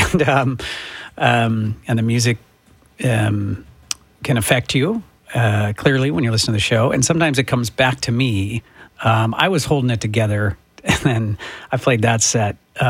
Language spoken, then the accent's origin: English; Sioux City, Iowa, United States; I remember driving when I was a kid from Sioux City.